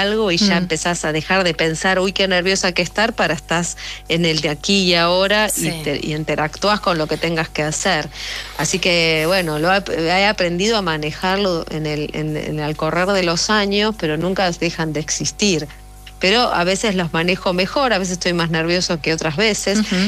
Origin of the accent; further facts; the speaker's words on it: Buenos Aires, Argentina; Yo soy de Barracas.